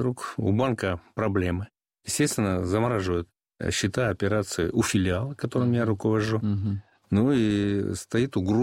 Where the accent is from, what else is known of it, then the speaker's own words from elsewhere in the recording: Crimea, Ukraine; moved away; в детстве, еще живя в Крыму